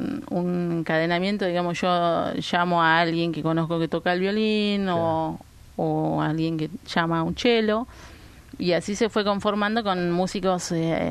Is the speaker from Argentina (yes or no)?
yes; Trelew, Chubut, Argentina; porque yo soy de Trelew.